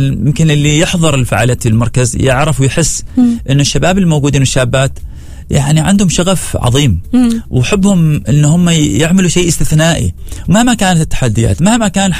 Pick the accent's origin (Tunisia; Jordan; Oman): Oman